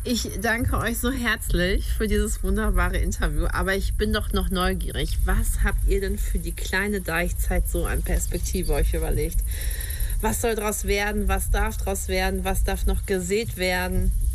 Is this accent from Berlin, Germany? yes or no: no; Dortmund, North Rhine-Westphalia, Germany; moved away; Ich als Dortmunderin, die quasi Kohle gegen Kohl getauscht hat